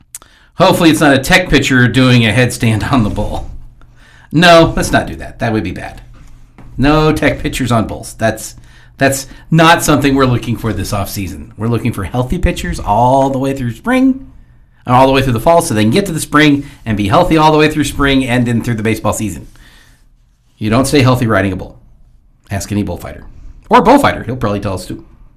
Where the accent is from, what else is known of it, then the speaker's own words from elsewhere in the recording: Houston, Texas, United States; Growing up in Houston, I'm not as anti-Astro, probably because of that.